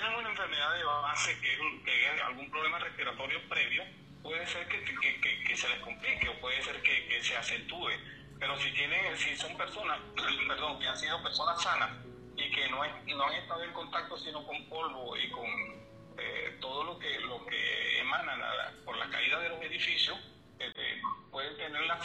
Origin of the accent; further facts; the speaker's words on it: Venezuela; de parte de un venezolano que siente a su gente